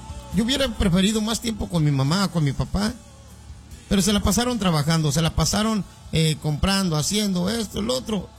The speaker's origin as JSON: {"language": "Spanish", "town": "Ébano", "region": "San Luis Potosí", "country": "Mexico", "tie": "born or raised there", "moved": "yes", "said": "Yo no nací en Ébano, pero crecí en Ébano."}